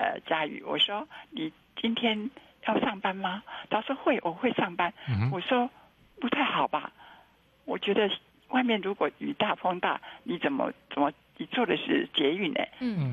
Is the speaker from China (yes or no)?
no; Taiwan; 哦，我们台湾人真的是很善良哈